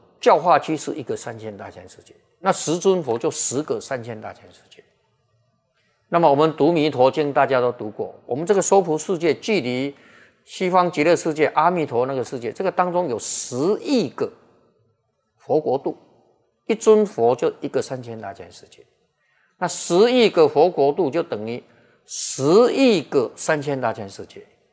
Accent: China; 一般我们讲道立天啊，我们中国人啊，中国道教啊讲这个玉皇大帝啊，

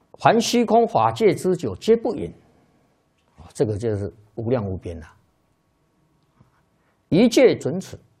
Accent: China; 是我们中国人呐，大概就会想到《西游记》

